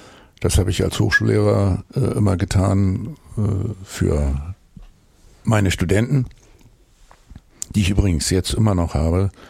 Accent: Hamburg, Germany; als Hamburger

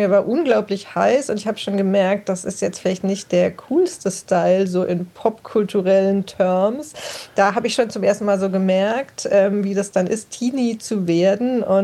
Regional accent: Eppelheim, Baden-Württemberg, Germany; moved away; also born or lived in Mannheim; Ich bin nicht direkt in Heidelberg aufgewachsen, sondern in einem kleinen Vorort mit dem etwas drolligen Namen Eppelheim.

